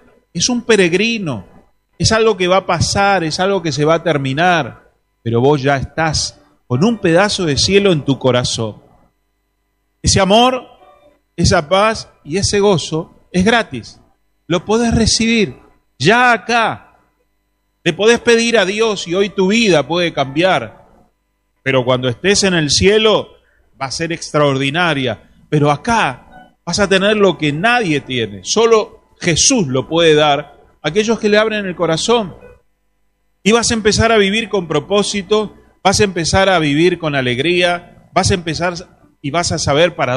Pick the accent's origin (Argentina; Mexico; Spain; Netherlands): Argentina; moved away as an adult; also born or lived in Italy; Yo tenía la ciudadanía italiana, soy argentino italiano